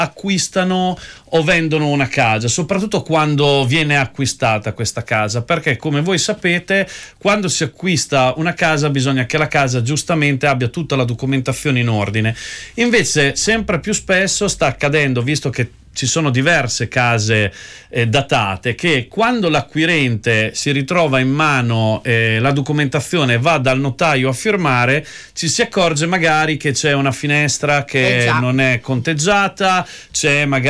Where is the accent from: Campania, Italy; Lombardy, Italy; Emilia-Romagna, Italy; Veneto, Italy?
Emilia-Romagna, Italy; Rimini; Io da riminese mi ho gonfiato il petto e ho detto ma anche da noi l'acqua quest'anno era molto bella.